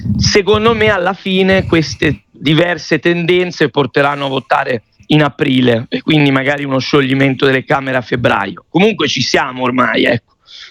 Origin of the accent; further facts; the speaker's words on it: La Spezia, Liguria, Italy; Io vengo dalla Spezia